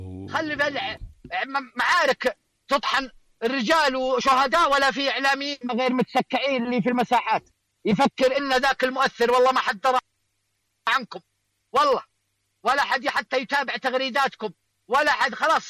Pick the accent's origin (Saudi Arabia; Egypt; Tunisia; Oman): Saudi Arabia; Riyadh, Riyadh Province; مسكنا عندنا في الرياض فوق 1400 قطعه،